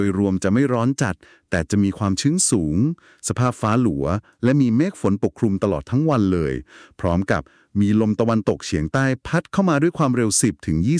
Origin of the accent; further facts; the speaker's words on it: Nakhon Ratchasima, Thailand; โดยเฉพาะพี่น้องชาวอีสานและคนโคราชบ้านเรา